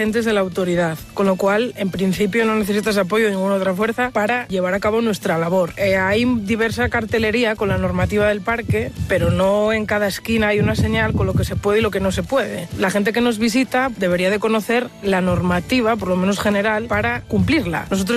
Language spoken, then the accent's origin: Spanish; Cangas de Onís, Asturias, Spain; soy de Cangas de Onís